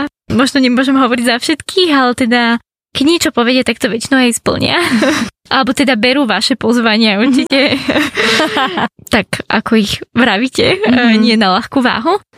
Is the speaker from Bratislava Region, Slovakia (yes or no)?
yes; Bratislava, Bratislava Region, Slovakia; a som z Bratislavy, alebo teda žijem skoro celý svoj život v Bratislave